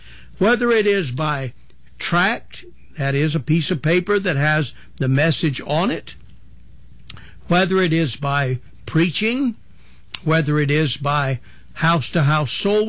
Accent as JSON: {"language": "English", "region": "North Carolina", "country": "United States", "said": "Now, I came from North Carolina in a part of the country where there was a denomination of people that referred to themselves as being holiness people."}